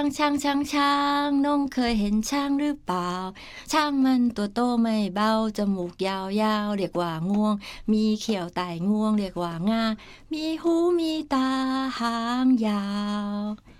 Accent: Thailand; Chinese is a second language; now in Taiwan; 我说，哦，我来自泰国，对啊，所以我就会说，我是来自泰国，可是我嫁给台湾人了，我也是台湾人，对。

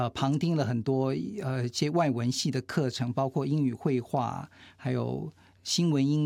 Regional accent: Yonghe, New Taipei, Taiwan; 我是在现在叫新北市， 嗯 啊，当时叫台北县， 嗯， 那新北市的永和区， 嗯 啊，在那边念国小、国中这样子

